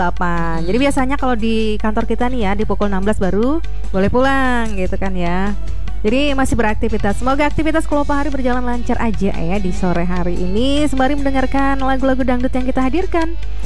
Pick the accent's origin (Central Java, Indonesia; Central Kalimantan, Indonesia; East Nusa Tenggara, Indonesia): Central Kalimantan, Indonesia; Palangka Raya; Jadi orang tua tuh kalau papa mama tuh semua dari Katingan. Jadi kita dari kecil tuh dilahir di sini.